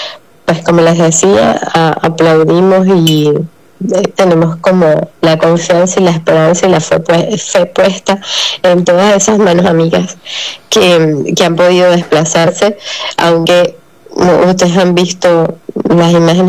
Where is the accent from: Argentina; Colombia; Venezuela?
Venezuela; lo que esperamos como venezolanos, como ciudadanos